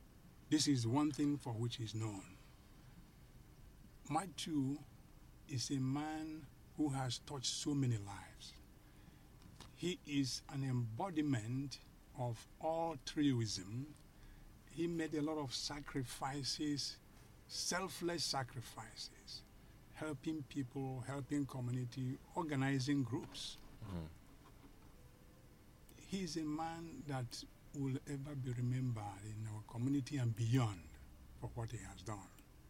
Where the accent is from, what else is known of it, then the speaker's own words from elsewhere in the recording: Inyi, Enugu State, Nigeria; now in United States; my community, Inyi.